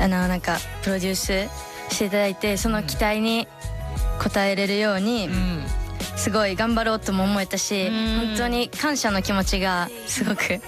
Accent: Kansai, Japan; now in Tokyo, Japan; 地元はみんな関西で、

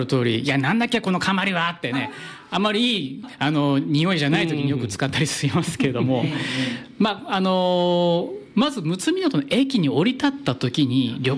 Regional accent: Hachinohe, Aomori, Japan; accent: Nanbu dialect; 私八戸出身ですし、うん、やっぱり南部弁にこだわりたかったんですよね

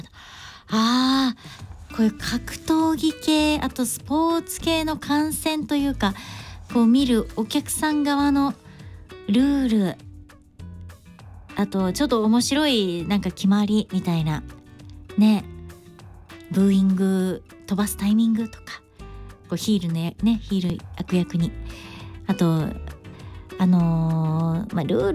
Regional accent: Takarazuka, Hyogo, Japan; moved away; うちの地元兵庫県宝塚市の結構山の方なんですけど、まあ住宅地で

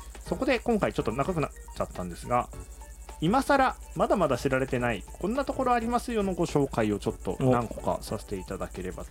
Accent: Omagari, Akita, Japan; その中でですね、僕らはこう大曲の出身なので、まあ、三井できる前どうだったかなとか

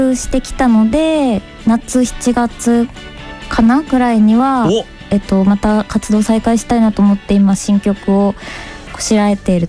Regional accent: Hokuriku, Japan; born or raised there

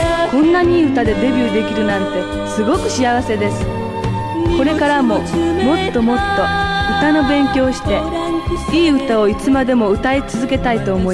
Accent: Osaka, Japan; born there; 大阪生まれの18歳。小さい頃から歌が大好きでした。

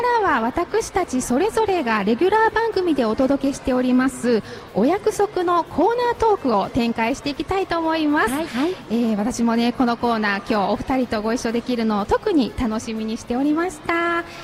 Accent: Kyoto, Japan; born or raised there

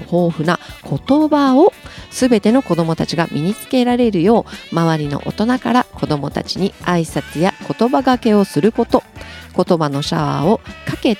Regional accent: Okinawa, Japan; moved away; 生まれ育った沖縄

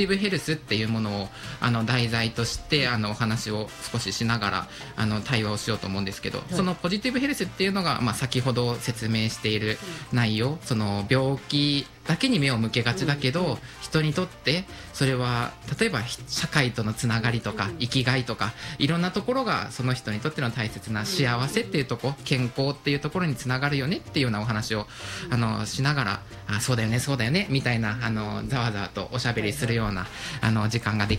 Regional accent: Fukuoka, Japan; now in Tokyo, Japan; 僕は結構福岡出身なんですけど

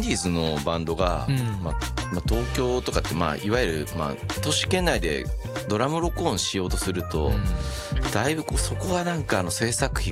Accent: Fujieda, Shizuoka, Japan; moved away; 地元 の静岡県 の藤枝市

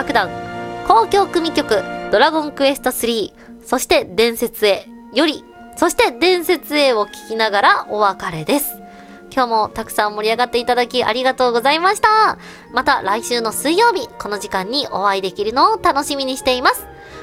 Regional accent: Yamanashi, Japan; こちらもぜひ山梨、私の地元でございます、遊びに来てくれたら嬉しいです

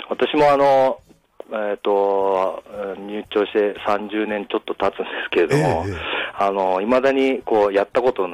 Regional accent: Hakodate, Hokkaido, Japan; 私はもう函館出身で、今、まあ、函館で仕事させてもらっているという

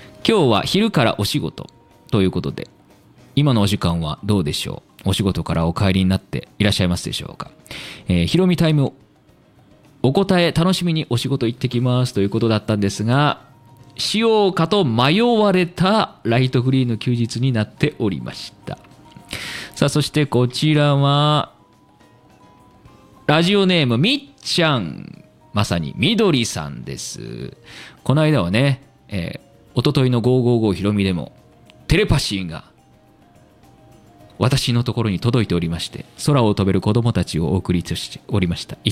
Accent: Kobe, Hyogo, Japan; accent: Kobe dialect (Kansai); moved away; 関西弁、私もね、まあ、兵庫県神戸市なんでね、関西弁とは言いつつも、まあ、ちょっとね、コテコテの大阪とは若干違うんでね

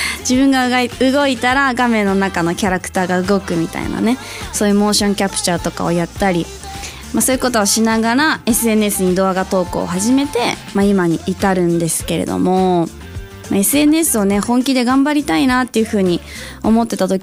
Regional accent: Nagano, Japan; で地元の長野だったんですけど、まあ、そこでダンスでこう食べていくって言ったら

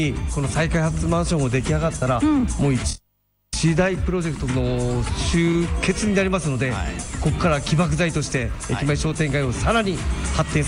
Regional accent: Mito, Ibaraki, Japan; 三の丸で生まれ育って今までずっと三の丸です

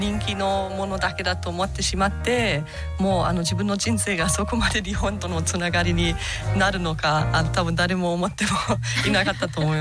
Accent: Germany; Japanese is a second language; moved away as an adult; now in Sendai, Japan; ドイツ出身で、実はドイツで生まれ育ったのはすごい小さな半島で3000人しか住んでないところです。

